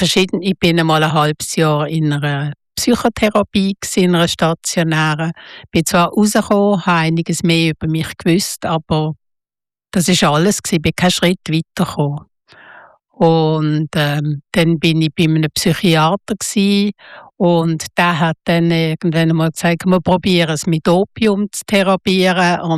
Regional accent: Basel, Basel-Stadt, Switzerland; Das ist so eine Jugendhauszeit und ich bin in Basel aufgewachsen, oder?

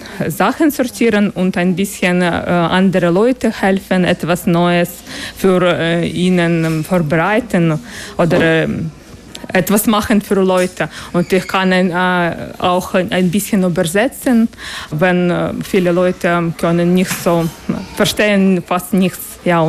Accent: Ukraine; German is a second language; moved away as an adult; now in Switzerland; Ja, ich komme aus der Ukraine, ja.

